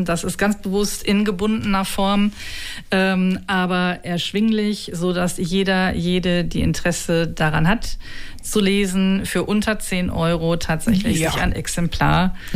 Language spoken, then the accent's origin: German; Herten, North Rhine-Westphalia, Germany; now in Bremen, Germany; Wobei ich ja jetzt lange schon in Bremen lebe, aber ein Teil der Menschen kennt mich dort auch.